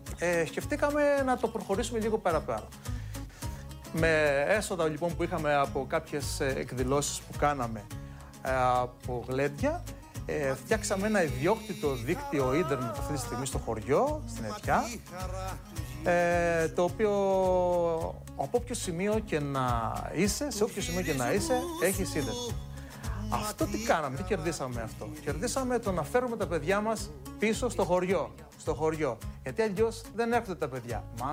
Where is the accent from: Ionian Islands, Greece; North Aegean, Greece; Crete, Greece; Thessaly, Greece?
Crete, Greece